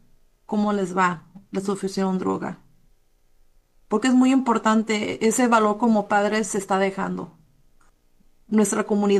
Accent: Mexico; Como mexicanos, queremos tapar todo el sol con un dedo.

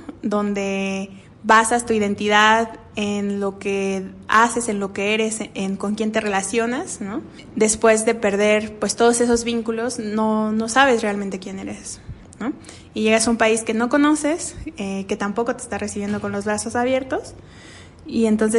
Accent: South Carolina, United States; now in Mexico; Para entonces yo ya tenía casi 8 años de retornada, ¿no? Pues crecí en Carolina del Sur y estaba estudiando la carrera de Derecho en la UNAM

